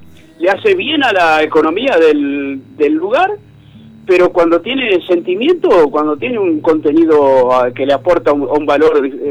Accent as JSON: {"language": "Spanish", "country": "Uruguay"}